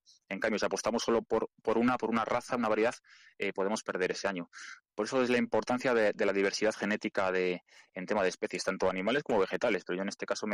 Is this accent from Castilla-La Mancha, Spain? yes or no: yes; Alcázar de San Juan, Castilla-La Mancha, Spain; en mi pueblo sale mucho, de hecho, nuestro gentilicio es alcazareño, pero nuestro mote es mielgueros, nos llaman los mielgueros a los de mi pueblo.